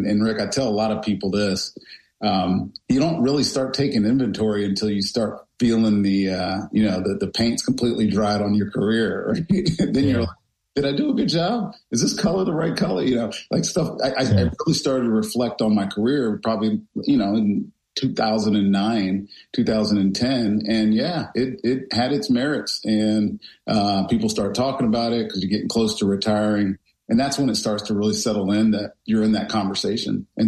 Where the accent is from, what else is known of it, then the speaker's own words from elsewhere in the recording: Roanoke, Virginia, United States; also born or lived in Blacksburg, Virginia / Charlottesville, Virginia; So I grew up in Roanoke, Virginia. I was actually born in Blacksburg, outside of Virginia Tech. My mom and dad went to school at Tech. So grew up in Roanoke, then went to Charlottesville.